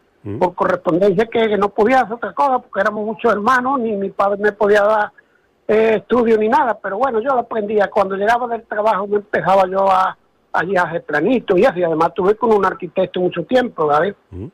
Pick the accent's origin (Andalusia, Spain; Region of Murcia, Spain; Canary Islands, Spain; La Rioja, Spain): Andalusia, Spain; La Puebla de Cazalla; moved away as an adult; now in San Antonio, Spain; voy a punto de cumplir 75. Y una hermana mía que pinta en mi pueblo, que soy de la Puebla de Cazalla, ¿eh?, de Sevilla, pero llevo aquí ya 31 años.